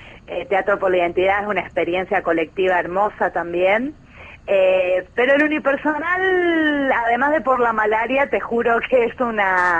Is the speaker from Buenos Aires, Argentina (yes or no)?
yes; Buenos Aires, Argentina; soy acelerada, como todo porteño.